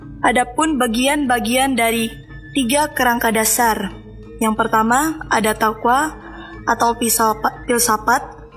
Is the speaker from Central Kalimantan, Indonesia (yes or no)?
yes; Central Kalimantan, Indonesia; now in Banjarmasin, Indonesia; Asal saya dari Kalimantan Tengah, Kabupaten Murung Raya, Kecamatan Laung Tuhup, Desa Muara More 1, asli orang suku Dayak Murung.